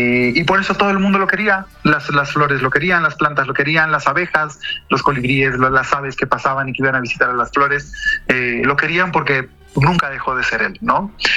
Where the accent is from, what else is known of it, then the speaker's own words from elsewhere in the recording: Santa Fe, Argentina; ciudad de Rosario, en Santa Fe, en la provincia de Santa Fe, que es una ciudad que está cerca de mi pueblo. Yo soy un pueblo de 2.500 habitantes. Entonces me voy a estudiar a esa ciudad, a la Universidad Nacional de Rosario.